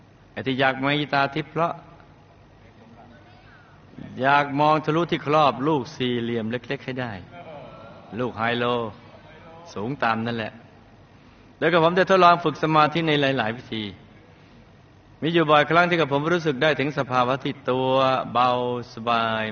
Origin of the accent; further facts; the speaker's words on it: Phetchabun, Thailand; born there; กับผมเกิดในครอบครัวเกษตรกรรมที่ค่อนข้างยากจนจังหวัดเพชรบูรณ์มีพี่น้อง3คนกับผมเป็นลูกชายคนโต